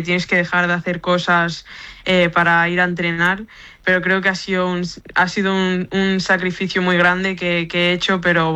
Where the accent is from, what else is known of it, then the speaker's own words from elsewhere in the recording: Blanes, Catalonia, Spain; born there; Sí, nací en Blanes, pero.